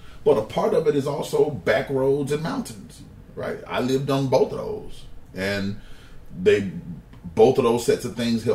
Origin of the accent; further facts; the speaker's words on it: Birmingham, Alabama, United States; I'm from Birmingham, right? A lot of people go, oh, that's not the country.